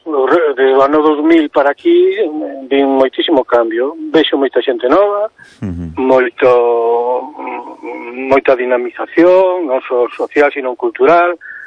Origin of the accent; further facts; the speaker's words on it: Boiro, Galicia, Spain; pero eu sí que me sinto que hai moito tempo que teño a sensación de que non estou aquí, sino que son de Boiro, que digo.